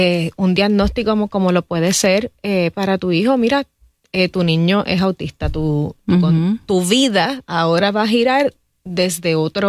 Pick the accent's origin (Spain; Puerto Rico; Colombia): Puerto Rico; Y podemos echarnos así la pata como puertorriqueños.